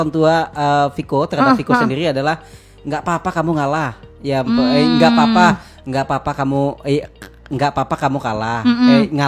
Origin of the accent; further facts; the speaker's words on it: Kalimantan, Indonesia; Kalau saya yang dari Kalimantan ini